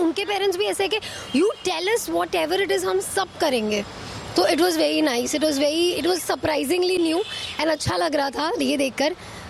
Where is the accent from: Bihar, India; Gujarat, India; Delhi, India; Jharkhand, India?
Gujarat, India; वो पंजाबी है, मैं गुजराती हूँ